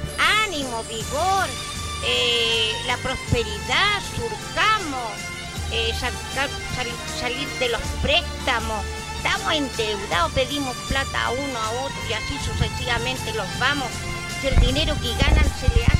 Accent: Chile; como chilena que soy

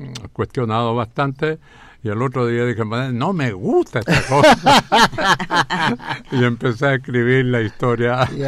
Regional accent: Los Ángeles, Biobío, Chile; born there; mi ciudad, que yo la quiero mucho, mucho. Bueno, nací en Los Ángeles

